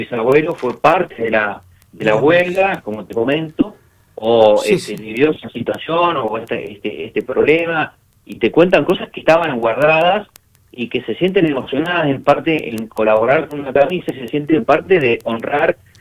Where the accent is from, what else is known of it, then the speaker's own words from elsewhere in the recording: Santa Cruz, Argentina; las personas que hoy somos de acá, de Santa Cruz